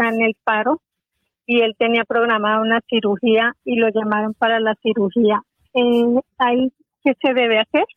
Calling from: Madrid, Community of Madrid, Spain; Hablo desde Madrid.

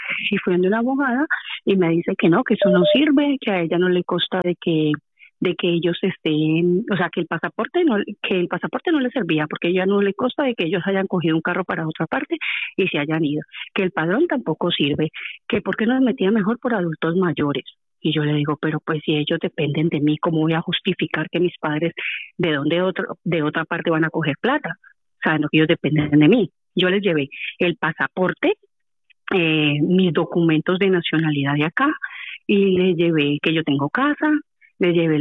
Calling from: Toledo, Castilla-La Mancha, Spain; de Toledo.

